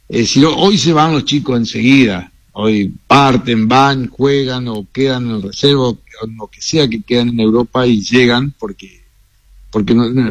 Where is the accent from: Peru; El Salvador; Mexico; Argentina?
Argentina; Entre Ríos; Y yo me quedé acá en Entre Ríos, en mi pueblo, donde, bueno, me afinqué acá